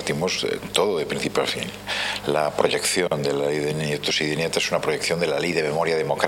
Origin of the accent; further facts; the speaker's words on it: Spain; la derecha en mi país